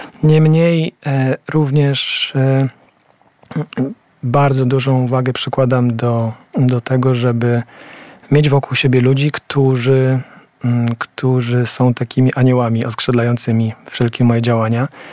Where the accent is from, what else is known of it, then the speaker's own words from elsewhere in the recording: Lubiewo, Kuyavian-Pomeranian Voivodeship, Poland; moved away as an adult; also born or lived in Tuchola / Bydgoszcz; now in Warsaw, Poland; Urodziłem się w Tucholi. Pierwsze kilkanaście lat swojego życia spędziłem w takiej małej miejscowości nieopodal, Lubiewie.